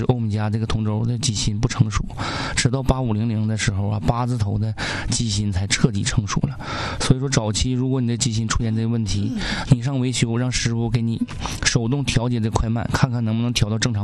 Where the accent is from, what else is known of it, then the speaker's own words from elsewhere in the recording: Northeast China, China; accent: Northeastern Mandarin (Dongbei); 用咱们东北话讲